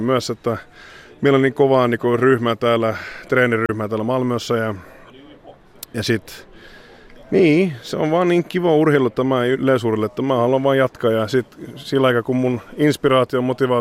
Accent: Sweden; mä oon Ruotsissa syntynyt, mä oon ruotsalainen ja mä kilpailen aina Ruotsin maa

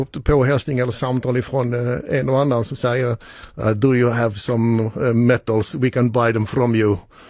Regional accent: Netherlands; Och vi är ärliga holländare och tycker att det här är viktigt att öppna med alla data

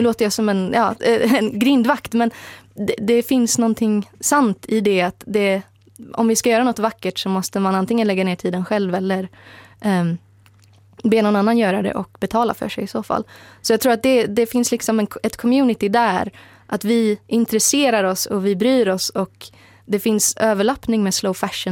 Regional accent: Västra Götaland County, Sweden; Vi är båda från Göteborgstrakten.

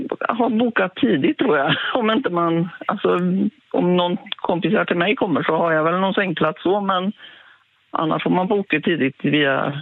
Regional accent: Koster, Västra Götaland County, Sweden; men sen är jag född och uppväxt här ute. Jag bor i Strömstad emellan, inte så.

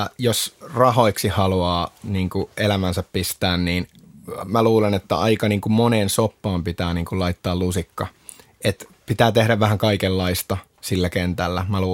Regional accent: Vaasa, Ostrobothnia, Finland; moved away; also born or lived in Mustasaari; mä oon Vaasasta alun perin

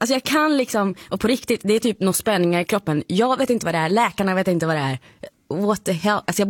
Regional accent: Luleå, Norrbotten County, Sweden; Och jag kommer från Luleå.

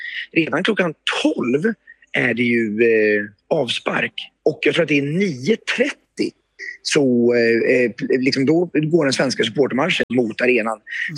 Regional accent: Sweden; Mexikanerna var helt tokiga i oss svenskar.

